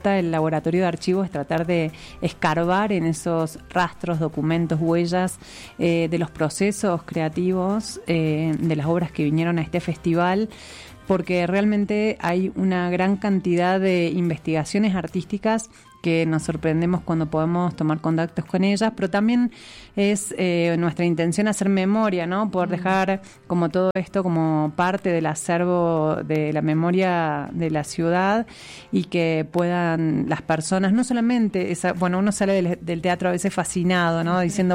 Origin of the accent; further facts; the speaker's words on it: Argentina; Yo soy de Argentina.